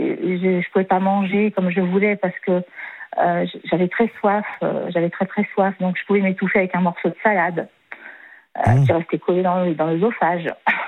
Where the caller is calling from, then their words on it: Niort, Nouvelle-Aquitaine, France; Je suis sur Niort.